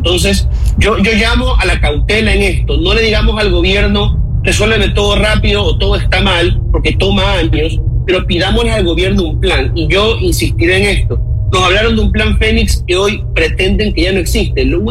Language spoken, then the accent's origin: Spanish; Guayaquil, Guayas, Ecuador; Me preocupa como guayaquileño